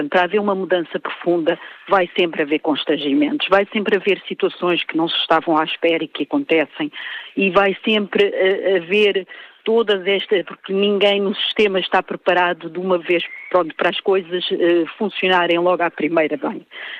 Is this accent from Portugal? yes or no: yes; Portugal; se eu penso como português, todos nós, como portugueses, teremos realmente um Portugal diferente.